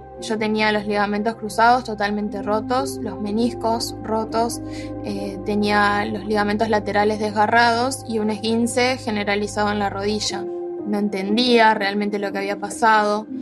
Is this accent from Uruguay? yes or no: yes; Uruguay; tengo 24 años, soy uruguaya.